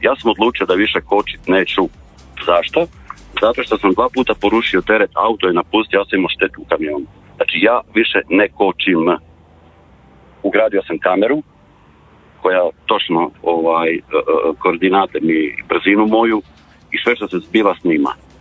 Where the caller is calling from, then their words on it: Rijeka, Primorje-Gorski Kotar County, Croatia; iz Rijeke sam, vozim u Zagrebu za Zagrebačku tvrtku